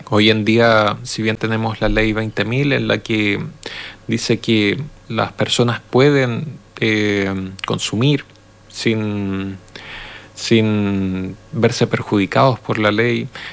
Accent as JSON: {"language": "Spanish", "country": "Chile", "said": "nosotros como chilenos, como personas de este país, tenemos también nuestras propias formas de hacer las cosas, nuestras propias costumbres"}